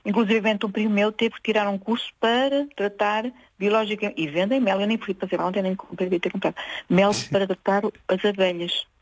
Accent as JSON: {"language": "Portuguese", "town": "Sela", "region": "Viana do Castelo", "country": "Portugal", "said": "A minha terra é Sela, é aqui a dois passos, a terra é Sela, e é muito bonito porque tem o rio"}